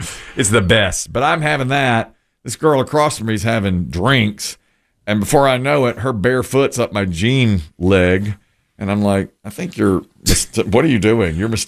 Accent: Asheboro, North Carolina, United States; So I was so new to the ways of the world. I'm from Asheboro, North Carolina. I didn't know anything.

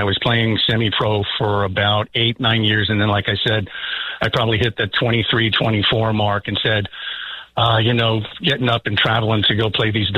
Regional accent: New York, United States; Originally, yeah. As a babe, literally, I spent 2 years in the Bronx, then m

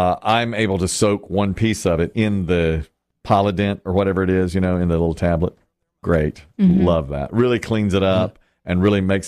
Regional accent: Asheboro, North Carolina, United States; you know, I'm from Asheboro. We didn't have, I had nothing like that.

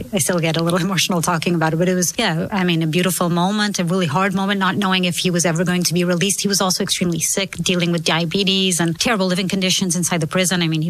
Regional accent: Portugal; So in Mozambique, they speak Portuguese. I'm from Portugal.

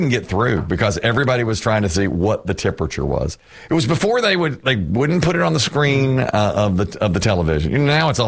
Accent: Asheboro, North Carolina, United States; When I was growing up in Ashboro, before you knew the time and temperature, you didn't know the temperature.

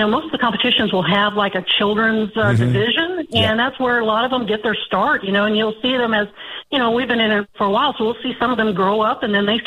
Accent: Fresno, California, United States; moved away as an adult; now in North Carolina, United States; I'm from the Fresno area, from the Central Valley.

